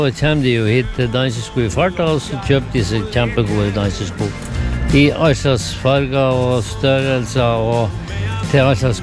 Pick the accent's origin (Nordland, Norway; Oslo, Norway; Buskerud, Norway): Nordland, Norway; Ørnes; kjem vi fra Ørnes i Meløy, alt med Saltstrømmen.